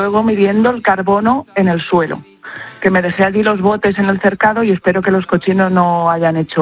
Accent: Salamanca, Castile and León, Spain; María y Víctor nos saludan desde mi tierra. ¡Vivan los charros madrugadores!

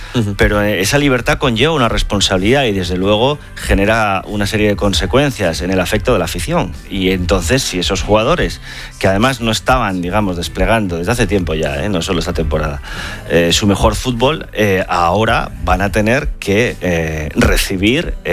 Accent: Spain; por supuesto que yo como madridista, pero antes como español

